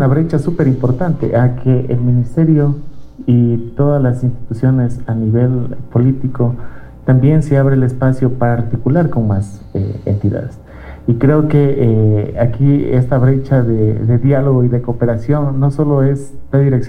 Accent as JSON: {"language": "Spanish", "country": "Ecuador"}